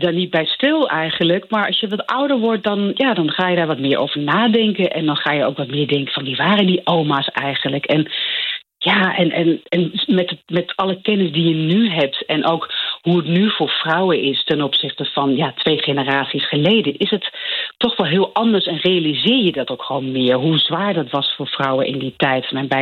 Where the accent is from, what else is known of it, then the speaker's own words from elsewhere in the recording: Overijssel, Netherlands; accent: Twents; first language Twents; Dutch is a second language; Ik wilde in het Twents zingen, had ik bedacht. Gewoon terug naar mijn moedertaal.